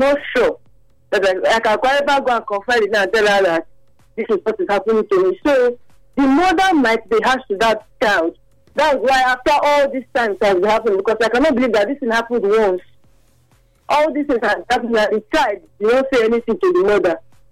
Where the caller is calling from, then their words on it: Agbor, Delta, Nigeria; calling from Agbor.